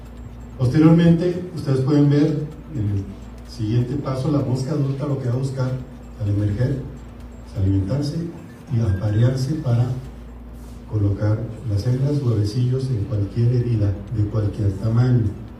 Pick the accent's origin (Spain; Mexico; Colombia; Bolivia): Mexico; Chihuahua; estoy aquí en esta región de mi tierra. Yo soy nativo de Chihuahua, originario de Chihuahua